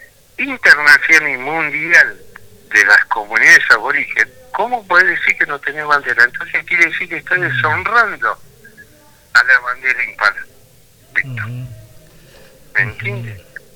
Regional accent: Chaco, Argentina; now in Santa Fe, Argentina; Yo soy del Chaco. Pero ya hace 24, 25 años que estoy acá.

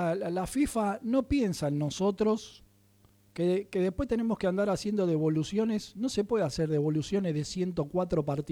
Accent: Argentina; me sentí ofendido como argentino

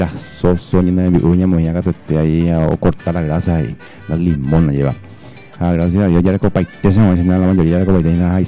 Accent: Paraguay; ya cumplí ya llevo como buen paraguayo paraguayo costilla

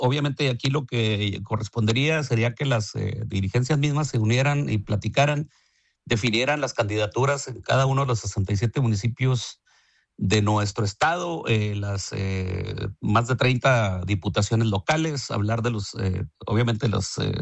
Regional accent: Mexico; cada uno de nosotros como mexicanos aportamos a través de nuestros impuestos.

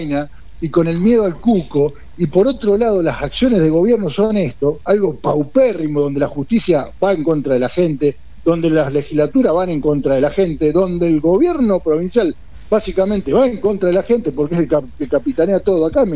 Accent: Argentina; Yo soy argentino.

